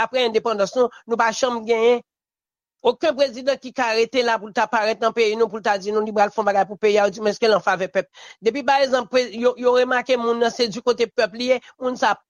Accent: Haiti; Parce que moi-même, je sens que je suis frustré en tant que haïtien.

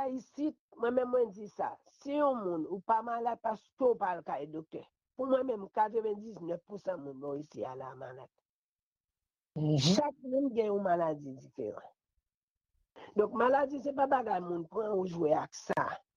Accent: Haiti; je voulais nous être ensemble en tant qu'Haïtien

